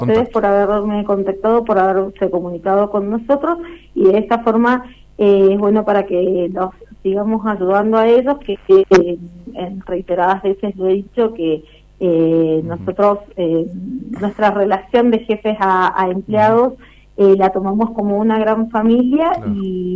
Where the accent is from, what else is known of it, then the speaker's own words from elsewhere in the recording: Uspallata, Mendoza, Argentina; yo estoy nacida y criada acá en Uspallata.